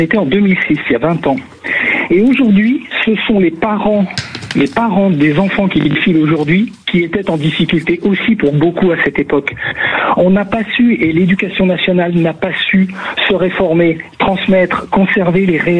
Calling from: Roussillon, Provence-Alpes-Côte d'Azur, France; moi, je vous appelle du Roussillon.

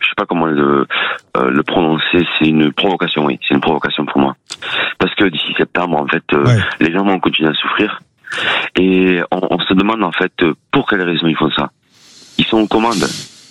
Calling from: Nîmes, Occitanie, France; je suis de Nîmes.

